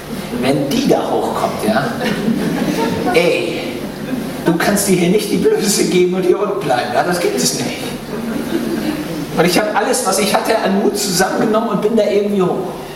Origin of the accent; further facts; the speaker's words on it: Schleswig-Holstein, Germany; ich bin ja in Schleswig-Holstein aufgewachsen, was man immer noch an der Stimme hört und auch am Slang.